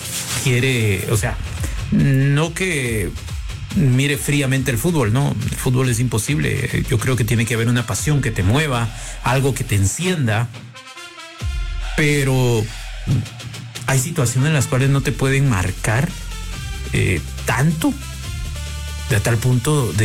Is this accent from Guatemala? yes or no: yes; Guatemala